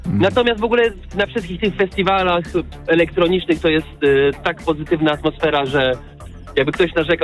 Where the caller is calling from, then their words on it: Płock, Masovian Voivodeship, Poland; Pochodzę z Płocka